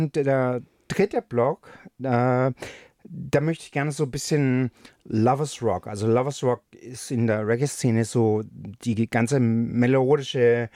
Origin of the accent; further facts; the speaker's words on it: Stuttgart, Baden-Württemberg, Germany; Ich bin aus Stuttgart.